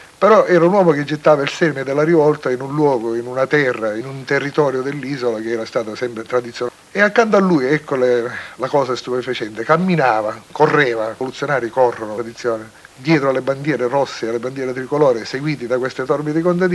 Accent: Sicily, Italy; che io da siciliano non condivido ma che amo

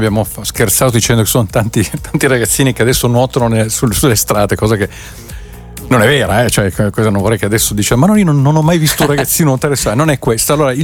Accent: Caravaggio, Lombardy, Italy; dalle mie parti a Caravaggio

